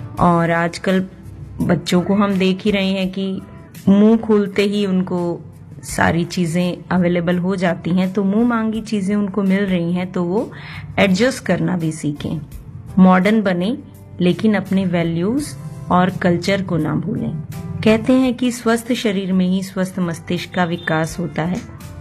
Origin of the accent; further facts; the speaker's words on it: Delhi, India; मैं दिल्ली से हूँ।